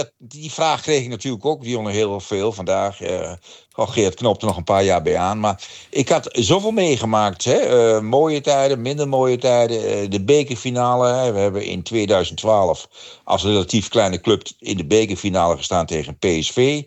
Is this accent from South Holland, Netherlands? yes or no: no; Gelderland, Netherlands